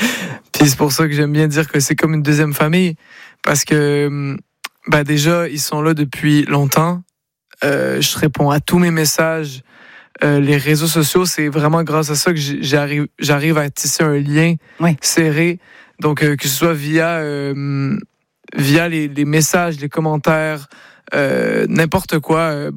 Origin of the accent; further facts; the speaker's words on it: Quebec, Canada; Vu que moi je suis québécois. Donc j'adore tracer les différences entre le public québécois et le public français.